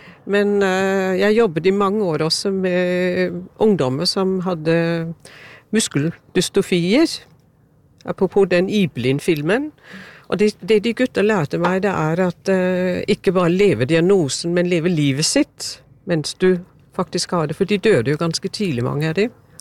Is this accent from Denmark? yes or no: yes; Denmark; Norwegian is a second language; Jeg er opprinnelig fra Danmark. Og prøver å snakke norsk, men jeg vet jeg høres ut som en tysker.